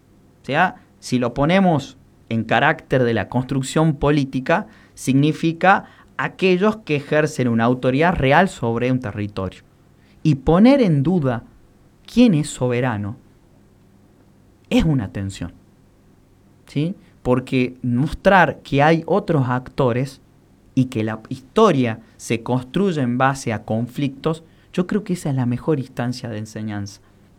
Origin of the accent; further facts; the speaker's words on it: Argentina; ¿Desde cuándo somos argentinos?